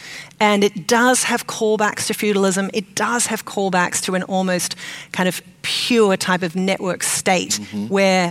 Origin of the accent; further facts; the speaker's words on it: Australia; moved away; I grew up in Australia